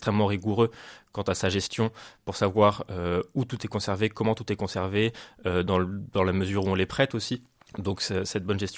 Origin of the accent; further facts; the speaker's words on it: Paris, Île-de-France, France; Moi, c'est vrai, je connaissais pas du tout ni le musée ni sa région. J'ai grandi à Paris